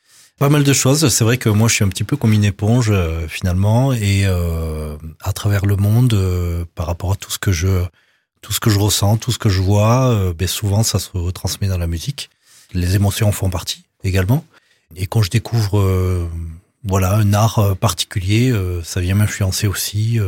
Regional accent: Réunion; Et donc inspiré des racines réunionnaises, puisque je viens de La Réunion.

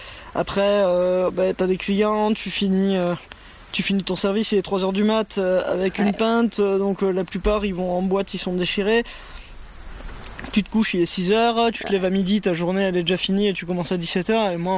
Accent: Pyrenees, France; accent: Parisian; Pyrénées, ça représente ma région natale, malgré mon accent parisien, parce que mes parents sont jurassiens. Et j'ai pas du tout pris l'accent d'ici, moi j'ai pris l'accent de mes parents. Donc je suis né dans les Pyrénées, donc j'ai toujours connu les Pyrénées.

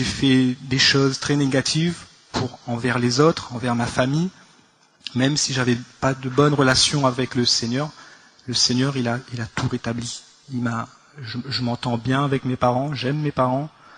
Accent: Réunion; je viens de l'île de la Réunion

